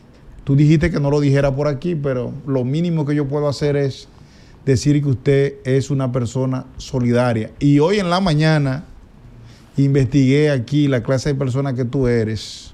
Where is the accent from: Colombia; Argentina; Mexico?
Colombia; Neiva, Huila; Tuve que ingeniármela en mi pueblo y alguien me trajo. Lo despaché y como yo me siento tan neivero, igual que el que más